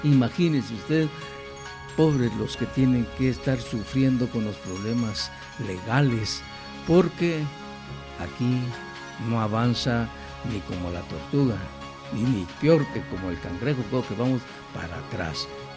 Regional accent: Guatemala; siempre seguiremos siendo los mismos guatemaltecos.

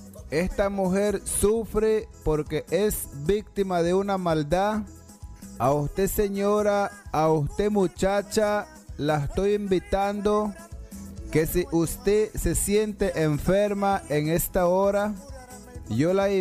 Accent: Waspam, North Caribbean Coast Autonomous Region, Nicaragua; first language Miskito; Spanish is a second language; Yo estaba hablando en mi lengua materna de Misquito y ahora yo lo voy a traducir en lengua de español. Cuando yo me vine de mi comunidad Huaspán

